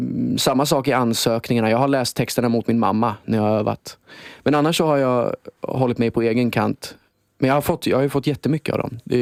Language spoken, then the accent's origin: Swedish; Finland; det är liksom första gången som någon har erkänt mig som svensk-finne.